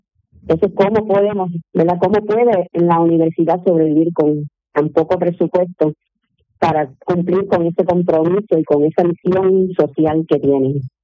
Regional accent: Morovis, Puerto Rico; Yo soy una jibarita de Morovis, de una familia numerosa, de 8 miembros, donde yo soy la mayor

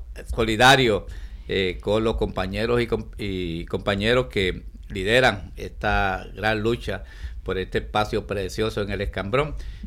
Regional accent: Puerto Rico; esa aspiración que tenemos como puertorriqueños y puertorriqueñas

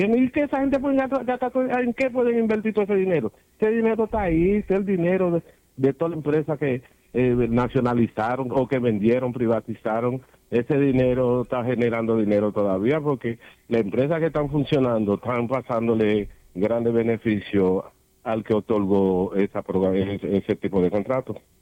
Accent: Dominican Republic; Soy dominicano, yo me crié junto con los haitianos, mi abuela vino de Haití, imagínate. Yo conozco la costumbre como si hubiese vivido en Haití. Hablo bastante creol, entiendo la cultura de ellos muy bien.

